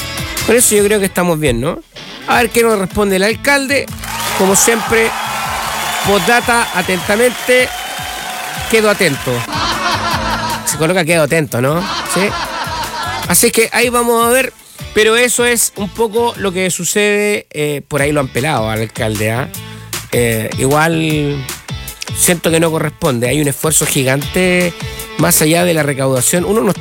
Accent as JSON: {"language": "Spanish", "town": "La Serena", "region": "Coquimbo", "country": "Chile", "said": "yo soy de La Serena"}